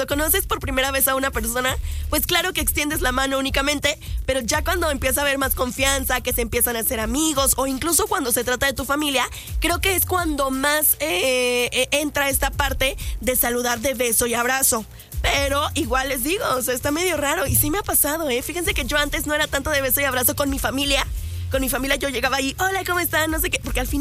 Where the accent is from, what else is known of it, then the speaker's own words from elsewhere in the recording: Mexico; nosotros como mexicanos